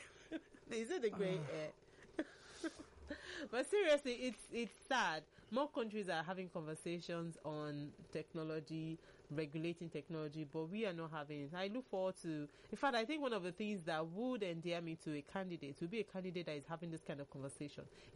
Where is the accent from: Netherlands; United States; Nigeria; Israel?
Nigeria; one of the pains I have being a Nigerian is the fact that our elections, we still have the same conversation